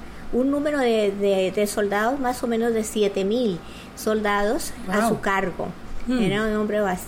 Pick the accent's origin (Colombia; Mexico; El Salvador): Colombia; moved away as an adult; Yo soy de Colombia. He vivido en diferentes países con mi esposo. Vivimos en diferentes países debido al trabajo de él como militar.